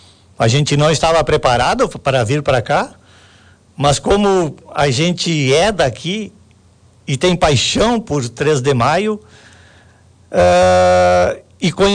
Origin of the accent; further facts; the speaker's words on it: Três de Maio, Rio Grande do Sul, Brazil; moved away; porque a gente nasceu aqui, meus filhos nasceram aqui também, minha esposa é daqui